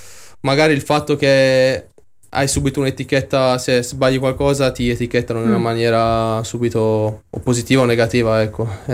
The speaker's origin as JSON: {"language": "Italian", "region": "Sardinia", "country": "Italy", "moved": "as an adult", "said": "sono un sardo atipico. Ed è vero, mi ci rivedo, perché come ho detto, quando sono uscito a Cagliari volevo subito fare un'esperienza fuori"}